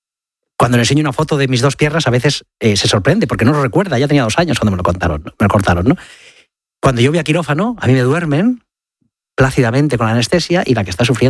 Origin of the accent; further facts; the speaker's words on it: Community of Madrid, Spain; Curiosamente, Sara es gallega, yo soy madrileño